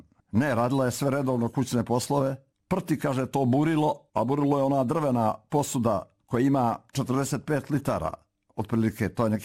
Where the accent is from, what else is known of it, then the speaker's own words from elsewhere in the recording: Morakovo, Nikšić Municipality, Montenegro; u onom mom zavičaju odakle sam ja, gdje sam rođen, gdje sam nastao, gdje sam rastao, a to je Nikšićki kraj i selo Morakovo u Župi Nikšićkoj, planinsko selo.